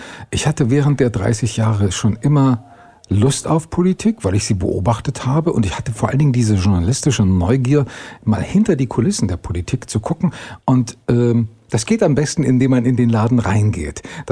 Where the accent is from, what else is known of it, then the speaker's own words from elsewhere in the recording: Erfurt, Thuringia, Germany; Ich bin in Erfurt groß geworden, dort geboren, aufgewachsen